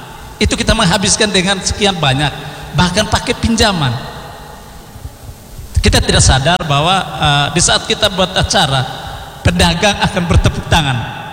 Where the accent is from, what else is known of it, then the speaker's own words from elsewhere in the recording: East Nusa Tenggara, Indonesia; kita orang NTT